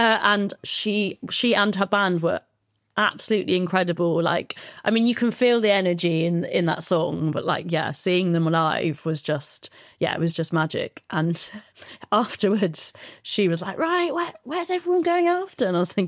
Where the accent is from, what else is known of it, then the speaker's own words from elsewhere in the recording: Falmouth, South West England, United Kingdom; moved away; I was in my hometown of Falmouth just visiting for a few days